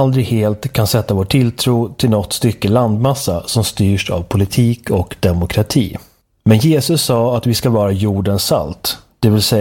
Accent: Sweden; moved away as an adult; now in Texas, United States; Under åren hemma i Sverige

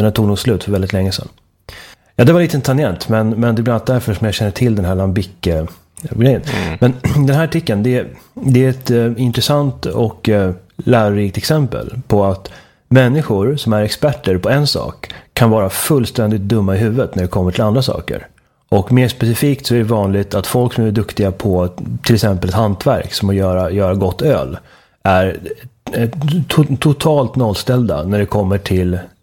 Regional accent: Uppsala, Uppsala County, Sweden; jag är född och uppvuxen i Eriksberg i Uppsala. Men jag skulle också kunna säga att jag kommer från Bonkyrka socken i Ulleråkers härad i Tiundaland i Svitjod.

